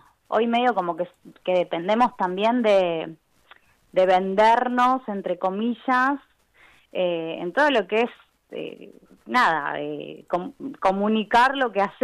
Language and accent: Spanish; Argentina; Creo que como argentinos